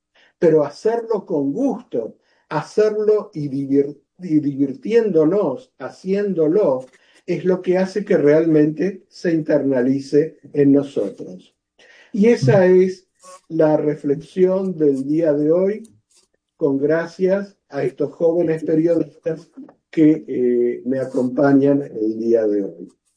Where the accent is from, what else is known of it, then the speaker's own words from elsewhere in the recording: Argentina; moved away; Y yo soy originario de Argentina.